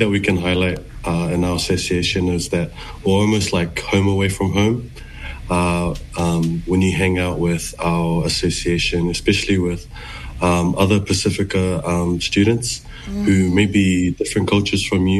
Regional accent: Kiribati; now in New Zealand; I'm from the islands of Kiribes, and I am from Nonose and Tarawa

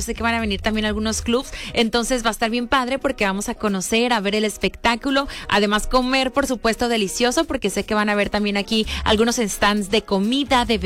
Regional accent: Mexico; como buen mexicano y mexicana, apoyamos a nuestro equipo

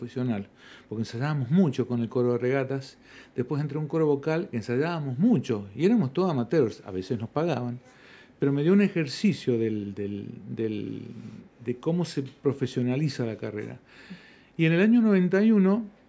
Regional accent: Tartagal, Salta, Argentina; born there; also born or lived in Rosario / Jujuy / Comodoro Rivadavia; now in Mendoza, Argentina

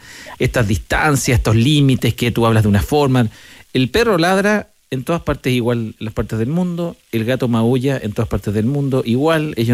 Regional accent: Chile; Es parte de las tragedias que nosotros como chilenos nos ha tocado vivir.

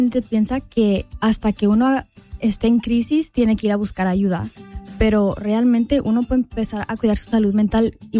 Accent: United States; born there; yo nací aquí en Estados Unidos, pero mis papás son de Chihuahua, México. Tengo 24 años.

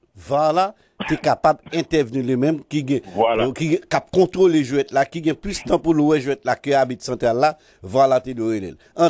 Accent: Haiti; mais en tant qu'haïtien, m'a dit dans tête moi t'es doit faire au moins match nul ou bien t'es de battre équipe Écosse là.

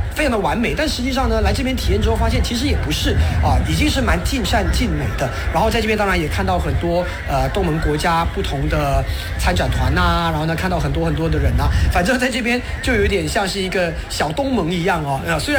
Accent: Malaysia; 我们马来西亚人可能在华语方面呢可能会有不一样的词语

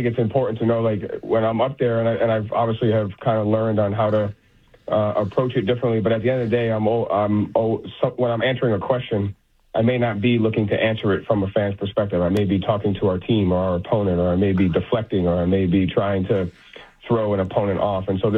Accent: New England, United States; we're all from New England. We all grew up being short being relatively a-holes

